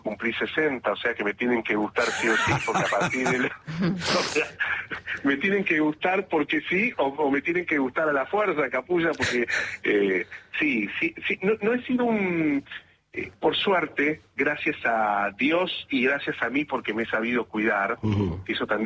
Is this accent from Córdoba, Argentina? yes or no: yes; Río Cuarto, Córdoba, Argentina; born there; Yo nací en Río Cuarto, al uh-huh. sur de la provincia de Córdoba.